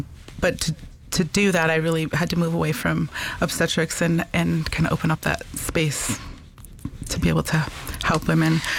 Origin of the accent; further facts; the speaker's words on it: Montana, United States; I grew up on the Northern Cheyenne Reservation